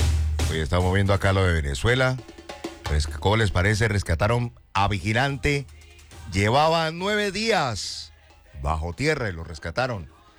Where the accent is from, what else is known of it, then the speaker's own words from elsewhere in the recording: Colombia; Yo soy colombiano. A mí que me den un aguardiente de caña.